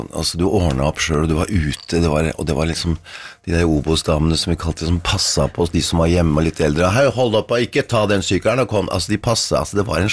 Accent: Oslo, Norway; nede i bakgrunnen, husker jeg, på Torshov, jeg er fra Torshov, det er.

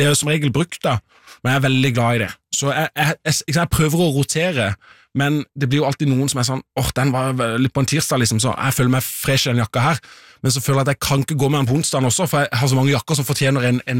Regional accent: Søgne, Agder, Norway; i Søgne der jeg kommer fra

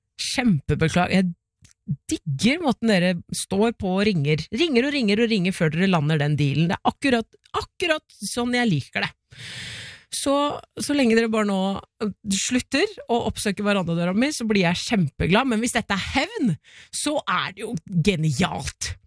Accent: China; Norwegian is a second language; now in Norway; Jeg har begynt å pakke ut nå, jeg er fra Kina.

